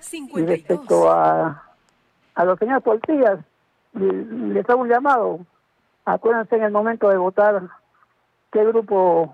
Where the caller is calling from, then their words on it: Peru; todos somos peruanos, hemos nacido en ese territorio